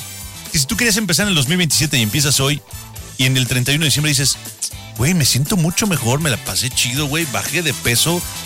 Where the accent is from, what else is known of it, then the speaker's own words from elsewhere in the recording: Mexico; Y así somos aparte los mexicanos.